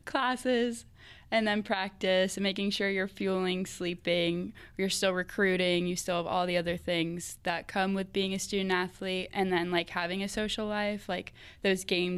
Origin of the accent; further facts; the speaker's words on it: St. Petersburg, Florida, United States; moved away as an adult; I'm from St. Petersburg, Florida.